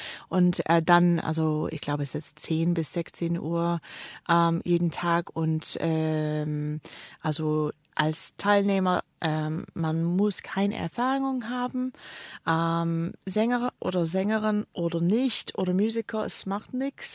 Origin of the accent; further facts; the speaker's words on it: Canada; German is a second language; now in Tübingen, Germany; Also ich komme aus Kanada, ich bin hier jetzt in Tübingen seit 10 Jahren. Und ich habe gearbeitet, also ehrenamtlich für eine Gruppe in Kanada.